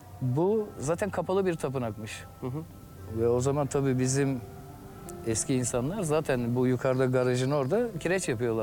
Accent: Bergama, İzmir, Turkey; born there; Ben aslen Arnavut'um ama burada doğumluyum yani. Hı-hı. Bergama doğumluyum.

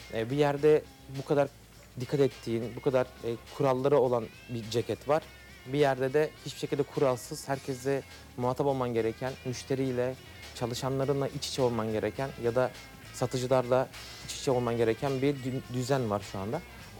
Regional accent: Bilecik, Turkey; 1992 yılı Bilecik doğumluyum. İki çocuklu bir aileden geliyoruz. Bütün yaşantımı Bilecik'te geçirdim. Yaklaşık 18 yaşına kadar Bilecik'te büyüdük.

